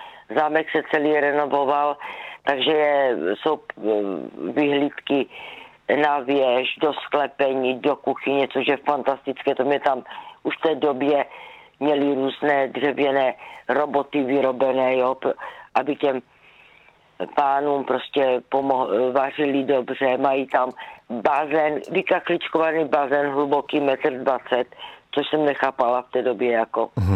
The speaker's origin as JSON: {"language": "Czech", "region": "Zlín Region", "country": "Czechia", "said": "já pocházím z Valach původně, ale miluju Valachy"}